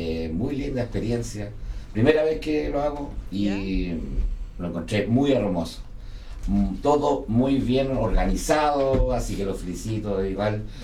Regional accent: Coyhaique, Aysén, Chile; Sí, yo soy de Coyhaique.

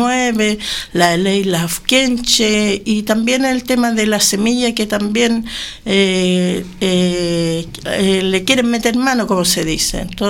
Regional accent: Carahue, Araucanía, Chile; yo vengo de Carahue, de un sector que se llama Collico Alto.

